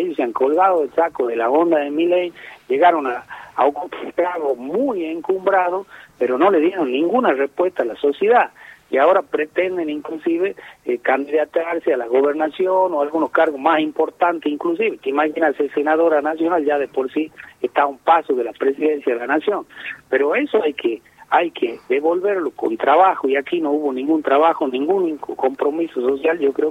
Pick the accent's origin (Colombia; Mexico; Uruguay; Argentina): Argentina; Metán, Salta; como vecino nacido y criado en Metán